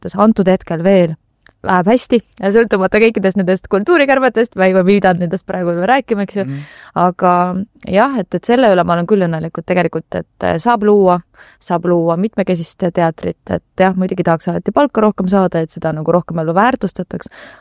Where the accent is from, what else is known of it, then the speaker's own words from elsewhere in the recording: Tallinn, Harju County, Estonia; mina olen täpselt nagu ütlesin, et Lasnamäel kasvasin ülesse, õppisin Tallinna Kuristiku gümnaasiumis